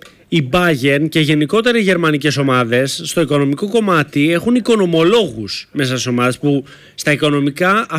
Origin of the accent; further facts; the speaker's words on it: Greece; εμείς ως Έλληνες